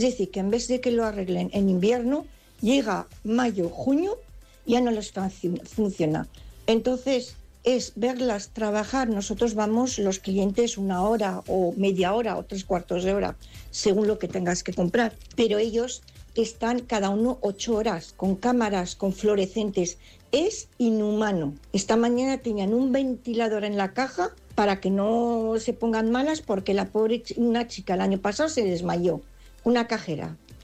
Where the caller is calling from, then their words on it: Zaragoza, Aragon, Spain; Hola, buenas tardes. … de Zaragoza.